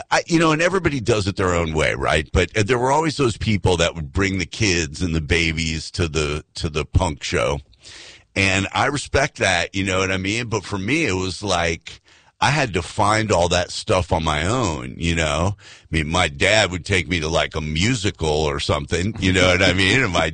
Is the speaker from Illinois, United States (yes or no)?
yes; Illinois, United States; also born or lived in New York; I was born in Illinois. I was about 7 years old, moved to, you know, upstate New York, and then moved back to the same town in Illinois to go to high school.